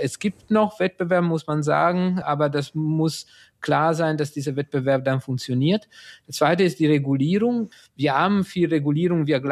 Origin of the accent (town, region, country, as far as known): Italy